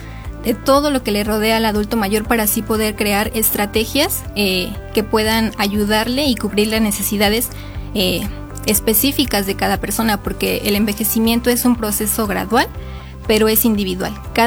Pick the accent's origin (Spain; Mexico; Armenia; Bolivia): Mexico; Zimapán, Hidalgo; yo soy originaria del municipio de Simapán, de la localidad de Lázaro Cárdenas Remedios.